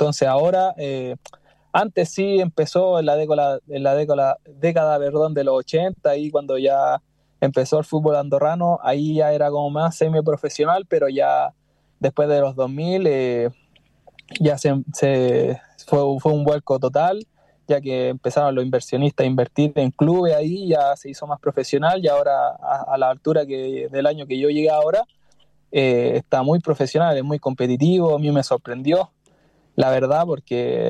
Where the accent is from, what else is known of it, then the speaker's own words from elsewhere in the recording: Chile; born there; quedarme 4 meses en Chile, en el club de acá de mi ciudad, de mi pueblo